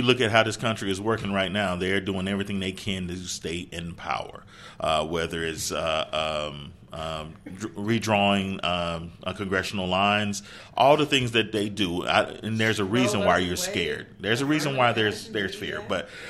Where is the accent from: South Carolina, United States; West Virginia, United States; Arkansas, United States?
Arkansas, United States; Pine Bluff; I'm from Pine Bluff.